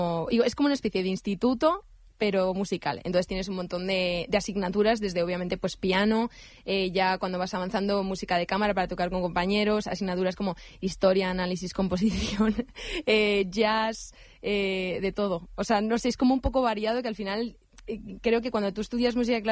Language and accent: Spanish; Madrid, Community of Madrid, Spain; Pero yo sí, soy madrileña.